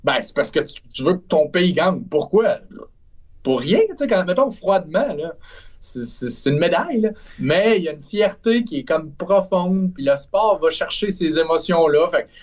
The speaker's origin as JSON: {"language": "French", "town": "Trois-Rivières", "region": "Quebec", "country": "Canada", "said": "je viens de Trois-Rivières. Je suis directement dans le milieu."}